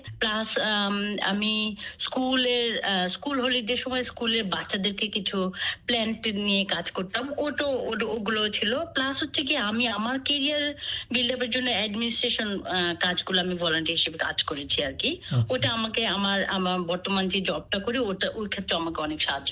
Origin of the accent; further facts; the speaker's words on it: Bangladesh; now in Australia; যদি আমাদের বাংলাদেশিদের প্রেক্ষাপটে বলি, সেটা হচ্ছে কি, আমাদের যেহেতু ইংলিশ আমাদের ফার্স্ট ল্যাঙ্গুয়েজ না